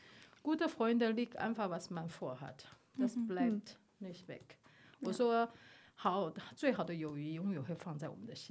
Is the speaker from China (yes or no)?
yes; China; first language zh; German is a second language; Aber das ist genauso umgekehrt in meiner Heimat.